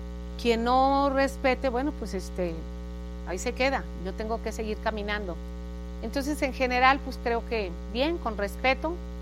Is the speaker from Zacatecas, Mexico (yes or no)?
yes; Zacatecas, Mexico; born there; now in Veracruz, Mexico; Sí, o sea, yo nací en Zacatecas, pero tengo 40 años en Veracruz. Me casé con un veracruzano, mis hijas son veracruzanas. Mi vida ha sido Veracruz